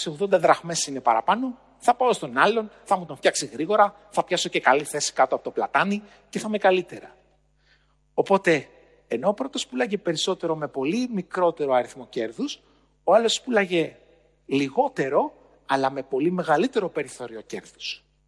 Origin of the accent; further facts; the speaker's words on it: Agrinio, Western Greece, Greece; Στο χωριό μου λοιπόν, στο Αγρίνιο, εκεί που μεγάλωσα, στον Αβαρίκο το Λακαρνανίας, ένα μικρό χωριό που είναι κοντά στο Θέρμο